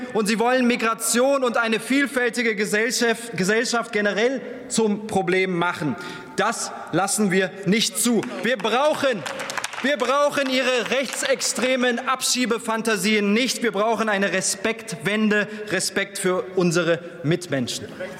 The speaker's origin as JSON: {"language": "German", "town": "Krefeld", "region": "North Rhine-Westphalia", "country": "Germany", "said": "ich komme ursprünglich aus Krefeld."}